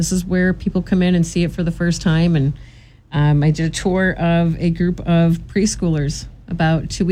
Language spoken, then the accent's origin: English; Albany, New York, United States; Born and raised in Albany, New York.